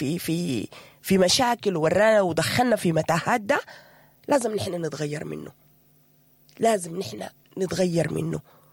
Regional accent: Sudan; لكن احنا كمرأة سودانية خلاص اتزوجتي

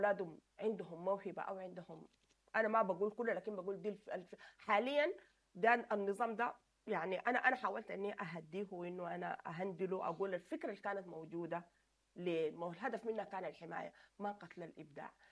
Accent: Sudan; نحن كسودانيين عندنا نظام الأسرة الممتدة

